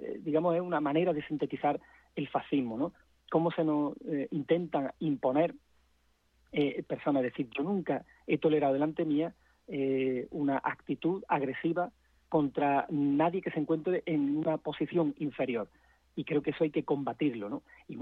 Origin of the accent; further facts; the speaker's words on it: Andalusia, Spain; Yo me siento absolutamente, vamos, a gusto con mi acento, y me siento una persona que habla como hablaban mis ancestros, con una trayectoria, una cultura de siglo impregnada en el velo del paladar, ¿no? Y que tenemos que reivindicar, porque es una forma de hablar. Andalucía tiene distintas